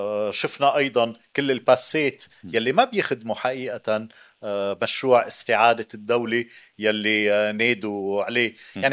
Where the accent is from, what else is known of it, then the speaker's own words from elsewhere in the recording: Lebanon; مصلحتنا كلبنانيين،